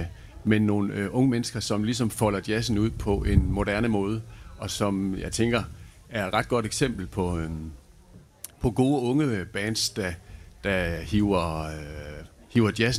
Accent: Laven, Central Denmark Region, Denmark; og jeg kommer fra Laven, en lille bjerglandsby, som ligger på siden af Julsø, med udsigt over mod Himmelbjerget.

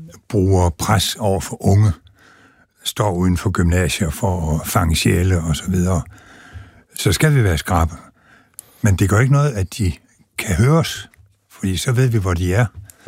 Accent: Region of Southern Denmark, Denmark; i Sønderjylland, der hvor jeg stammer fra.

